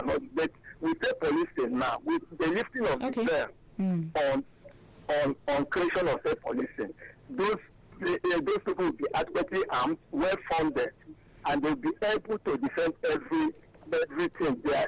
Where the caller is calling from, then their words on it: Nigeria; I'm calling from Eba.